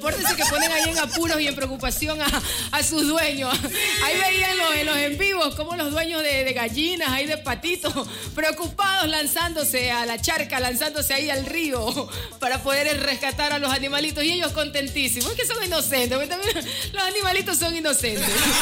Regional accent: Ecuador; como ecuatorianos, lo que debemos recordar es que es el día del escudo nacional

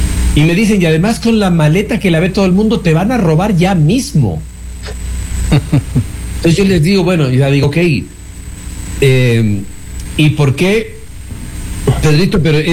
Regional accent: Quito, Pichincha, Ecuador; Como decimos acá en Quito

